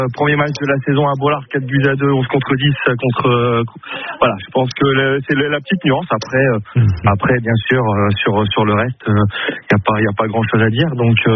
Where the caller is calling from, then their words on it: Hauts-de-France, France; je suis malheureusement pas dans le Nord en ce moment.